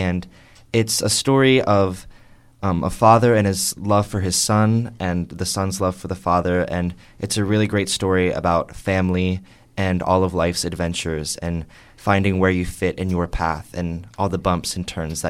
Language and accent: English; Finleyville, Pennsylvania, United States; And I am from Finleyville, Pennsylvania.